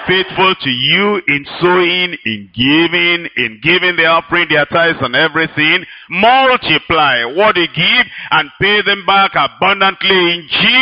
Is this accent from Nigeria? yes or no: yes; Nigeria; Because I came from Nigeria, Africa.